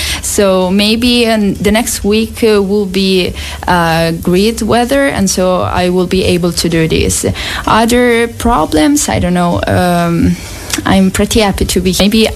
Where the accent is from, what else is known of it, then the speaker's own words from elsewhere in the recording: Italy; moved away as an adult; now in Dubrovnik, Croatia; I'm from Italy